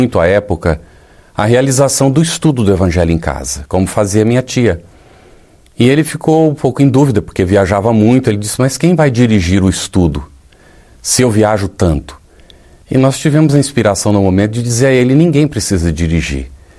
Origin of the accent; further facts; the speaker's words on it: São Paulo, Brazil; born there; uma outra lembrança que eu tenho da minha infância, ainda muito pequeno também, era o meu pai ouvindo pelas ondas curtas, no interior do estado de São Paulo